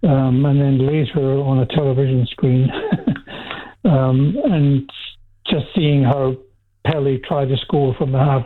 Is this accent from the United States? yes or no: no; Scotland, United Kingdom; born there; Yeah, I'm Scottish born.